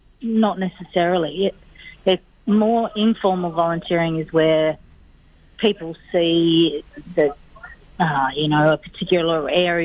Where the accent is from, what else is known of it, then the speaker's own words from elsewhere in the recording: Canowindra, New South Wales, Australia; I know very well, I'm from Canoundra, and our community wouldn't operate without volunteers.